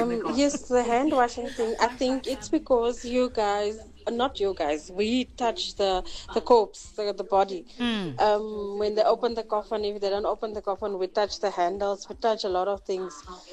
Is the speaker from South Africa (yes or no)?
yes; Eastern Cape, South Africa; now in Johannesburg, South Africa; here from Joburg, but I'm originally from Eastern Cape.